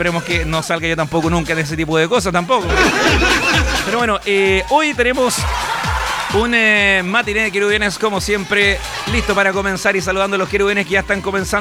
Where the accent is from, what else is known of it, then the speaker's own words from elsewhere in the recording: Chile; Soy color chileno, amigo.